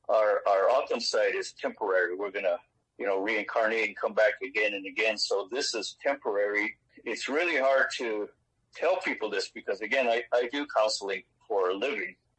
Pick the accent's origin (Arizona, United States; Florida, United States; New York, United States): Arizona, United States; Gila River Indian Community; I'm from Hashinkook, which is Saguaro Standing and the Gila River Indian community. My mom is from there. My father was from the Sales and Tapao area.